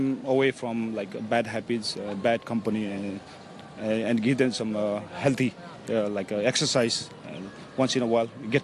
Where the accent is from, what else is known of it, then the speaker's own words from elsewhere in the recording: Hong Kong; Yes, I was born in Hong Kong. Yes, my father was stationed in the British Army in Hong Kong.